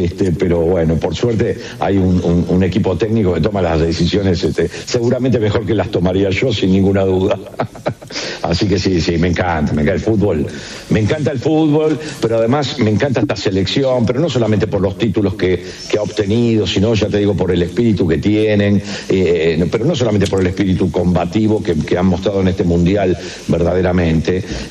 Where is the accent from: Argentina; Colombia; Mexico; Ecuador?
Argentina; Soy argentino